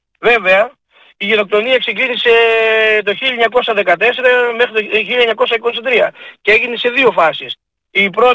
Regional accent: Pampalio, Western Greece, Greece; 19η Μαΐου το χωριό μου τον Παμπαλιό και γενικά την Έτωλο Ακαρνανία

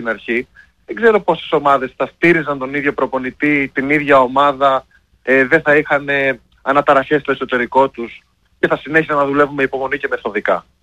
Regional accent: Kavala, Eastern Macedonia and Thrace, Greece

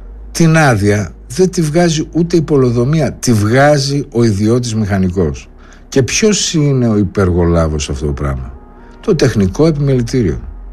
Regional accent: Greece; εμείς σαν Έλληνες πολίτες

